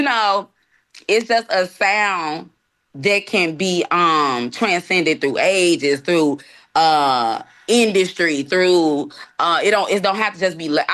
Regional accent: Chicago, Illinois, United States; I am from Chicago

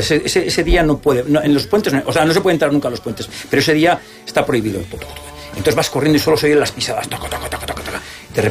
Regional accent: Soria, Castile and León, Spain; Pues de Soria. Digo, joder, pues somos vecinos.

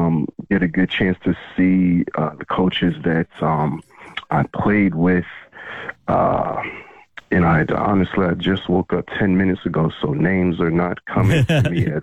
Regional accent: New Jersey, United States; also born or lived in Georgia; You know, I grew up in Jersey. I spent my first couple of years of high school in Georgia.

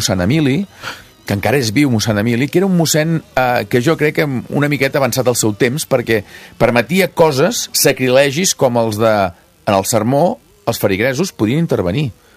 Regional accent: Sant Feliu de Buixalleu, Catalonia, Spain; Jo vaig ser d'escolanet 10 anys. És a dir, al meu poble, a Sant Feliu de Buixalleu.

